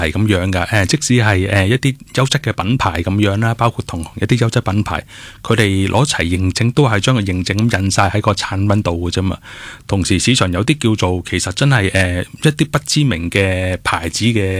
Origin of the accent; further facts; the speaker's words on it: Hong Kong; 我哋香港人有時用啲產品，有時啲旅行充啊、行動電源，我哋比較喜歡嘅款式啦，就係又細又薄咁樣嘅。